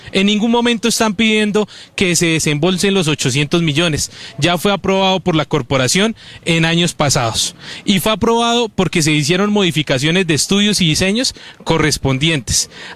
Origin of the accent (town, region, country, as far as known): Cogua, Cundinamarca, Colombia